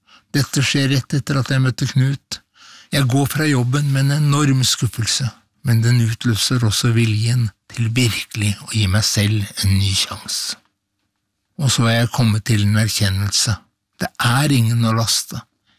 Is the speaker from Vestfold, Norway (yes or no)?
yes; Horten, Vestfold, Norway; moved away as an adult; now in Oslo, Norway; som mitt første stopp som florist og blomsterdekoratør da jeg kom fra Horten til hovedstaden på 70-tallet.